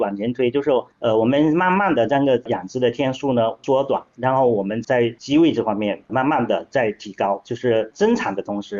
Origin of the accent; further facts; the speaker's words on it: Guangdong, China; 广东人喜欢煲汤用这个走地鸡或是这个老母鸡啊，这是我们广东人的个经验的。